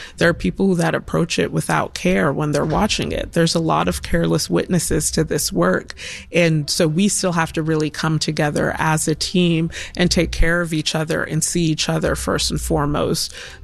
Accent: Stone Mountain, Georgia, United States; I grew up in Stone Mountain, Georgia, And most of the cast is from the South, has legacies in the South.

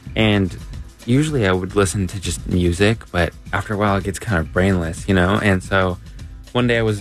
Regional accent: Raleigh, North Carolina, United States; from Raleigh, and I'd like to invite you to join me as a WUNC sustainer.

